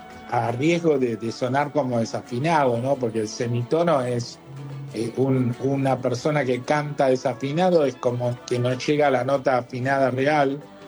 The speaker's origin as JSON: {"language": "Spanish", "town": "Caseros", "region": "Buenos Aires Province", "country": "Argentina", "tie": "born or raised there", "said": "Mirá que yo viví en Caseros. Yo me crié en Caseros."}